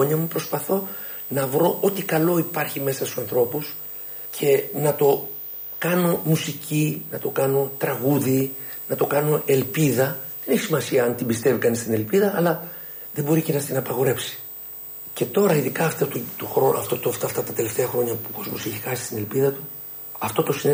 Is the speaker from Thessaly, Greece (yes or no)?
no; Nikaia, Attica, Greece; born there; Και εμείς, εγώ και ο Χρήστος, γεννηθήκαμε στην παράγκα της Κοκκινιάς.